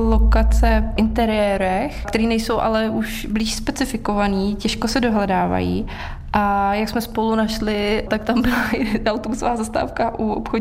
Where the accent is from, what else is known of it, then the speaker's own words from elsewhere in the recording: Pardubice, Pardubice Region, Czechia; jsem z Dukly z Pardubic